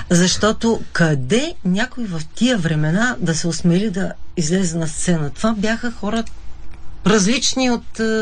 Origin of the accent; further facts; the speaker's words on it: Levski, Pleven Province, Bulgaria; в моя роден град Левски